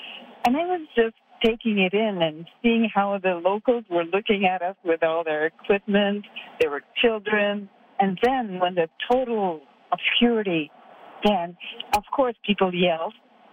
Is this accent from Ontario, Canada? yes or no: no; Quebec, Canada; From Quebec, from Canada.